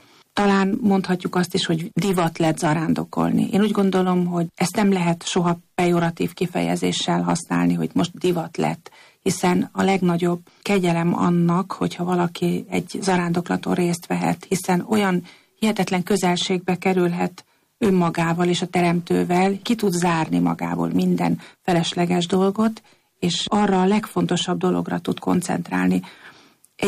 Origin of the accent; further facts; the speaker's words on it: Esztergom, Komárom-Esztergom, Hungary; mi esztergomiként láttuk azt, hogy mekkora küzdelem is volt.